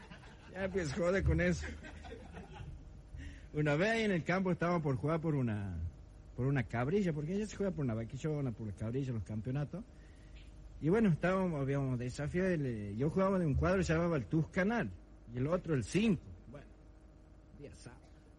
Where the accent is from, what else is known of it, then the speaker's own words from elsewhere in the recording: Santiago del Estero, Argentina; Yo vengo de Santiago del Estero y mi mami me dice, llévale tu bolancha por Macri.